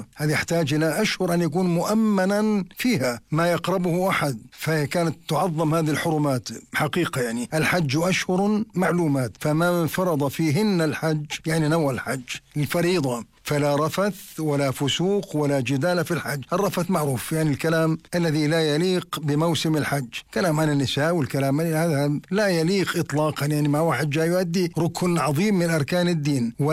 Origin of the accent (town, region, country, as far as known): Amman, Amman Governorate, Jordan